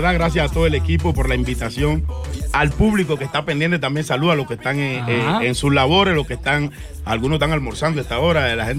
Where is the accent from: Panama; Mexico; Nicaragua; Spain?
Panama; also born or lived in Dominican Republic; Es correcto, yo nací en la República Dominicana, pero de muy pequeño mi mamá viajó a Panamá y así nos fue llevando uno por uno para allá y allá me crié, allá crecí. Adopté toda la cultura musical de Panamá